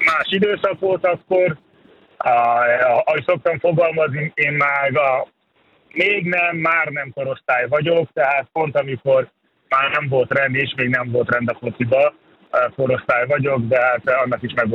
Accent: Dunaújváros, Fejér, Hungary; also born or lived in Lagos, Nigeria; Lagosban születtem, Dunaújvárosban nőttem fel.

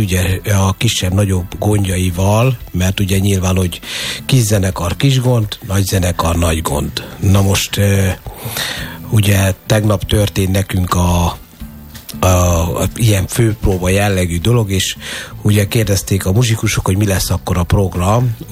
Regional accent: Karcag, Jász-Nagykun-Szolnok, Hungary; nagyszüleim a cigánytelepen laktak, én karcagi születésű vagyok, és ott ugye a javarész cigányok laktak

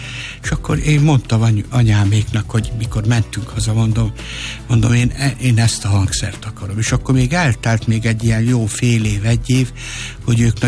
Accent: Zalaegerszeg, Zala, Hungary; born there; also born or lived in Győr; akkor már ugye Zalaegerszegen laktunk, egyébként Győrbe születtem, ott laktunk akkor már Zalaegerszegen, olyan 8-9 éves

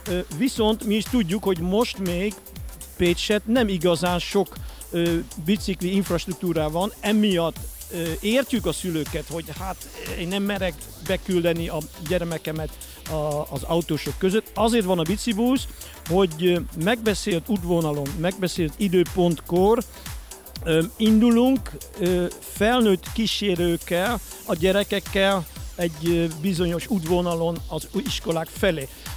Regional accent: Netherlands; Hungarian is a second language; now in Pécs, Hungary; én, mint holland

